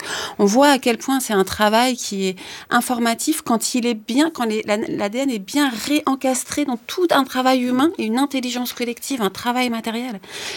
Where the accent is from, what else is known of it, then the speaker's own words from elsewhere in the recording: Paris, Île-de-France, France; born there; moi, je suis née à Paris, donc je vais être étiquetée parisienne